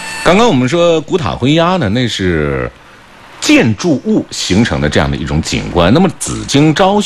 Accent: China

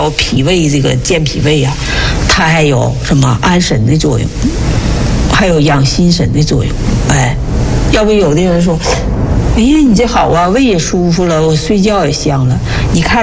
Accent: China; 所以说我们中国人既智慧啊

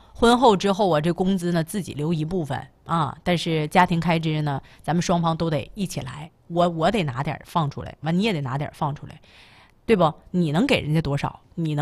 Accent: Tieling, Liaoning, China; moved away; 我老家铁岭的，

